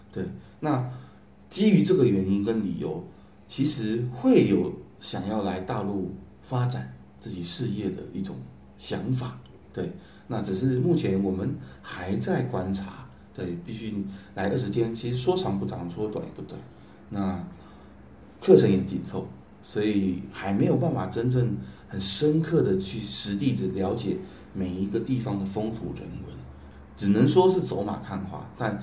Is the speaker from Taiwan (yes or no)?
yes; Taiwan; 初来到南京，表达我们自己是台湾过来的同胞